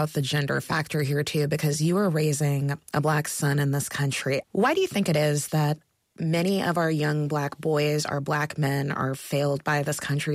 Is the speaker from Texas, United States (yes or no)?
no; Missouri, United States; I grew up in Missouri, and I attended overwhelmingly white private Catholic schools my whole life.